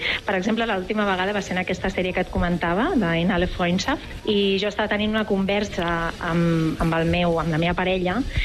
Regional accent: Catalonia, Spain; accent: Catalan; Jo suposo que és la influència aquesta del català en el meu accent.

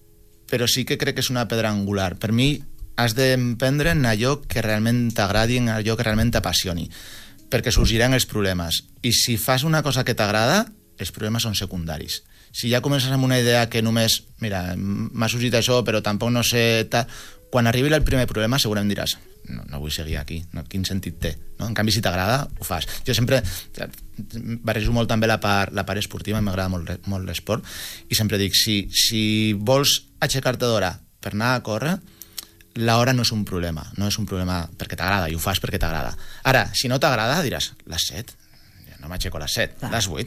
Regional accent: La Rioja, Spain; Catalan is a second language; moved away as an adult; now in Barcelona, Spain; Vinc de la Rioja, soc d'un poble de la Rioja. Vaig venir aquí a Barcelona per estudiar. Jo tenia clar que volia venir a Barcelona.

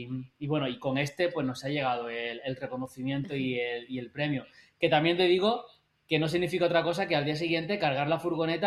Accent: Andalusia, Spain; somos los únicos andaluces

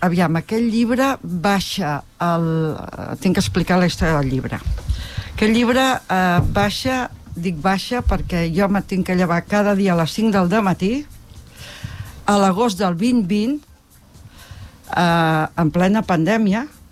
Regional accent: Sant Sadurní d'Anoia, Catalonia, Spain; now in Castellví de Rosanes, Spain; ara vinc a Castellví de Rosanes, però jo soc filla de Sant Sadurní d'Anoia, del País del Cava. que també té molta personalitat.

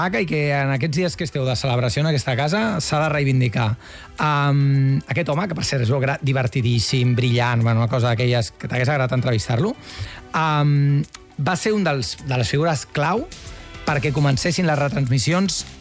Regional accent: Catalonia, Spain; I com a català

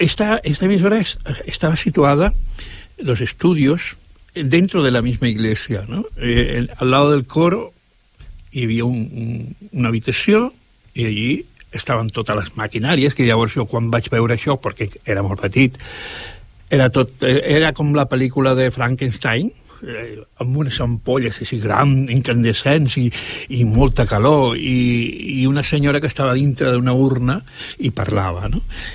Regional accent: Alcalá de Guadaíra, Andalusia, Spain; born there

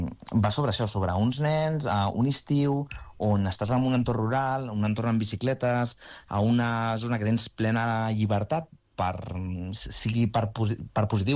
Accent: Castellazuelo, Aragon, Spain; I dic, ostres, és que no he rodat mai al meu poble, a Castellazuelo, i em feia moltíssima il·lusió.

